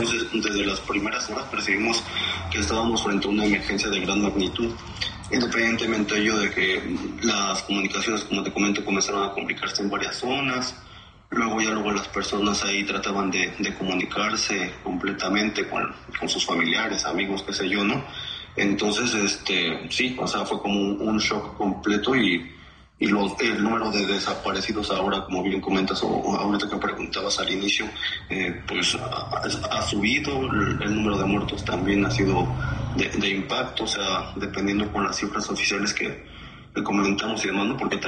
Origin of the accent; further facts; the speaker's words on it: Mexico; now in Venezuela; como mexicano viviendo en Venezuela